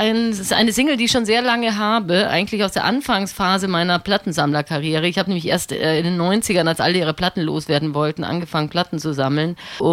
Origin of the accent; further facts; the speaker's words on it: Bavaria, Germany; früher in Bayern. Hatten wir immer Religionsunterricht, das ist sehr wichtig da.